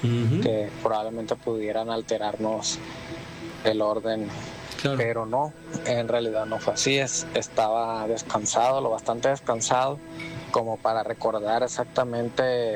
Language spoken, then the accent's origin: Spanish; Sinaloa, Mexico; con todo el respeto, yo no soy de esos lugares, yo soy de Sinaloa.